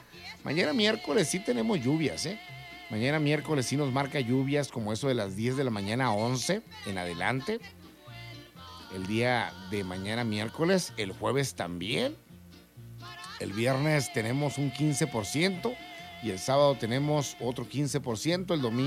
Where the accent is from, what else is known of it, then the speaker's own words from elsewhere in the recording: Sonora, Mexico; moved away as an adult; now in Nogales, Mexico; Yo la verdad en lo particular vengo de tierra caliente, del Valle del Mayo.